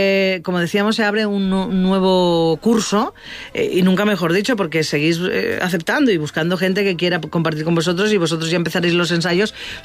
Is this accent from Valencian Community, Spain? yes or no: yes; Villena, Valencian Community, Spain; soy de Villena.